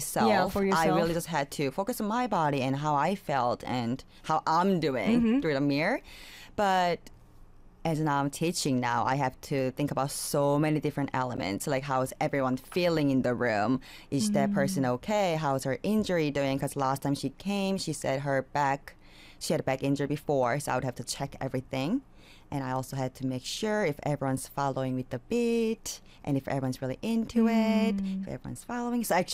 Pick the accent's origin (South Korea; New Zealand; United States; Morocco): South Korea; because he always felt like I didn't have enough time growing up in Korea.